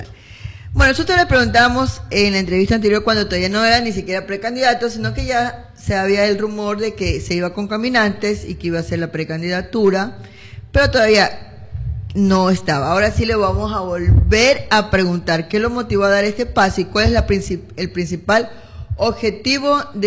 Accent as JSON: {"language": "Spanish", "town": "Manta", "region": "Manabí", "country": "Ecuador", "said": "ser nosotros mantensas manavitas."}